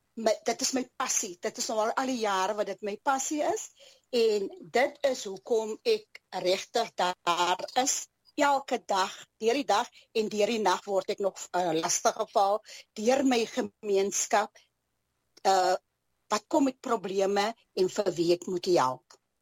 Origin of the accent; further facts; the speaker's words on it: Mossel Bay, Western Cape, South Africa; ek het groot geword in Apollestraat, ek is een gebore Mosselbaaier, en dan het ek ook, my laerskool was ook net die straat bokant my gewees